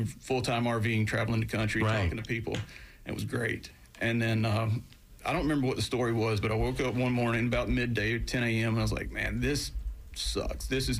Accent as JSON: {"language": "English", "region": "Georgia", "country": "United States", "tie": "born or raised there", "said": "I grew up in South Georgia, very conservative area. Joined the Navy, met all kinds of people from different parts of America, different parts of the world."}